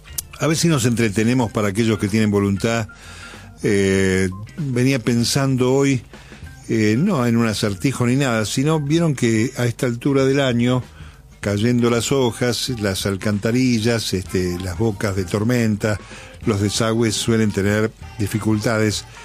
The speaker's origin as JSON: {"language": "Spanish", "town": "La Plata", "region": "Buenos Aires Province", "country": "Argentina", "tie": "born there", "said": "Yo, que nací en La Plata y que tuve padres que estaban afiliados a Ioma"}